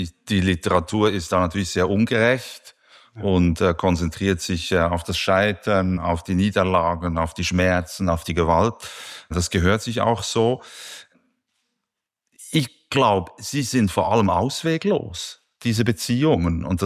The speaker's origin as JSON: {"language": "German", "town": "Spiez", "region": "Bern", "country": "Switzerland", "tie": "born or raised there", "said": "Ich hatte gerade letzten Sonntag die Gelegenheit, meine Heimat kurz zu durchfahren, durch die Spiezer Bucht zu fahren, und dort sieht man die Viertausender des Berner Oberlandes"}